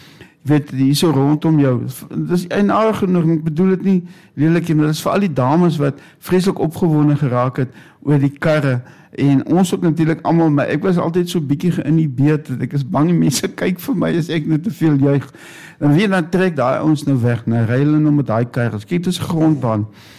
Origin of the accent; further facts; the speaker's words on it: Northern Cape, South Africa; ons kom ons uit Namakoland